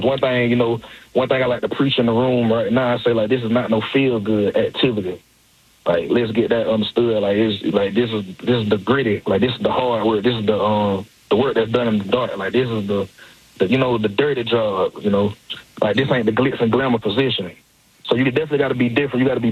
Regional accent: Georgia, United States; now in Cleveland, United States; I'm originally from South Georgia

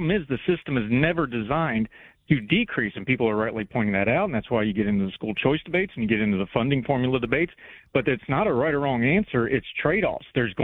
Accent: Summersville, West Virginia, United States; In my hometown of Somersville

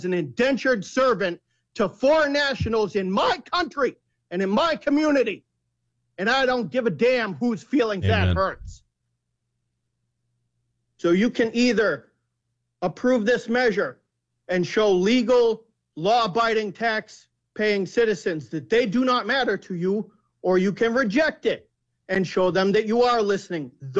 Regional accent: Cape Cod, Massachusetts, United States; I'm born and raised on Cape Cod.

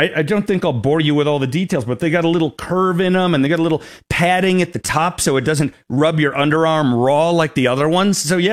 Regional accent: New York, United States; And I'm originally from New York, so I fully get you.

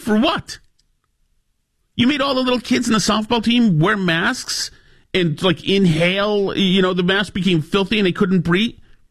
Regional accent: Winchester, Massachusetts, United States; So now, I grew up in Winchester. We used to have the Sachems.

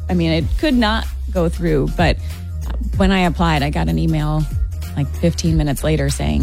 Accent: Grand Rapids, Michigan, United States; I was born and raised in Grand Rapids. I went to Cedar Springs High School.

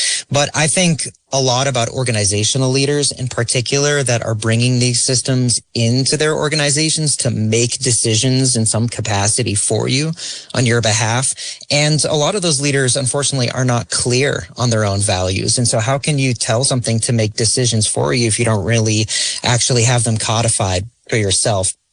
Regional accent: New England, United States; I'm calling in from my hometown. I live in California, but I grew up in New England.

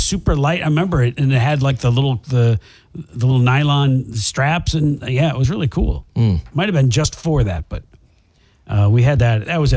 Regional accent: South Holland, Illinois, United States; also born or lived in Oak Park, Illinois; I went to two different parochial schools, one in where I grew up in South Holland, and then the other one was in Oak Park.

